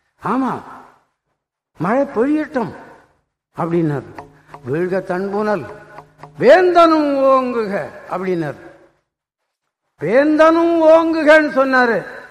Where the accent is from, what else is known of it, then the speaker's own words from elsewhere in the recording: Veerakannan, Tamil Nadu, India; born there; now in Chennai, India; நான் வீராக்கண்ணன்னு ஒரு ஊர்ல பிறந்தேன், தருமபுரத்துல படித்தேன், மெட்ராஸுக்கு வந்தேன்.